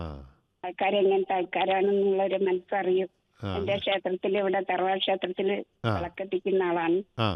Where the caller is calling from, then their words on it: Koyilandy, Kerala, India; Koyilandy ചെറിയമങ്ങാട്